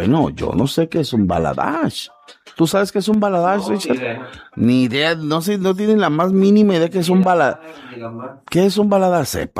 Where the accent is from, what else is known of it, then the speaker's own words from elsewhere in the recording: Manzanillo, Colima, Mexico; Y a mí me da mucho gusto presentar a gente de mi pueblo.